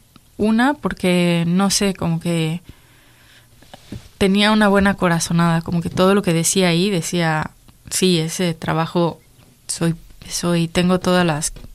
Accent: Mexico City, Mexico; cuando los de la Ciudad de México decimos eso, sonamos muy ofensivos.

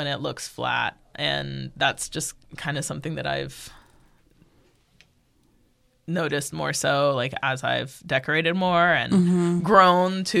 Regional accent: Kentucky, United States; I grew up in Kentucky, so I wasn't seeing too much variety of things

